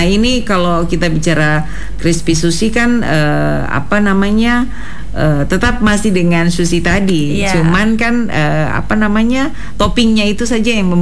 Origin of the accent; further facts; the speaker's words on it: Papua, Indonesia; kita orang Papua kalau pergi ke Jawa